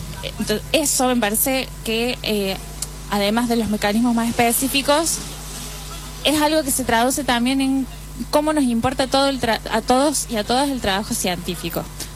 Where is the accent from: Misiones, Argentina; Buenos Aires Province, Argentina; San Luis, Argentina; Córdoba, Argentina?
Córdoba, Argentina; yo soy acá de Córdoba